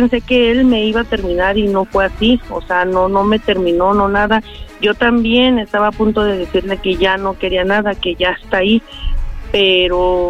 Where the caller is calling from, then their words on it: Naucalpan, State of Mexico, Mexico; Soy del Estado de México, Naucalpan.